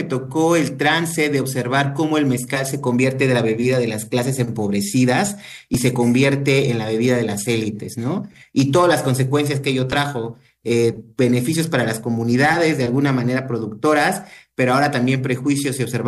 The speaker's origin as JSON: {"language": "Spanish", "town": "Santiago Matatlán", "region": "Oaxaca", "country": "Mexico", "tie": "born or raised there", "said": "Te saludo desde aquí, desde Oaxaca. Yo soy originario de Santiago Matatlán, una comunidad que se encuentra en los valles centrales del estado, hablante del zapoteco, una de las lenguas que más se hablan en el estado"}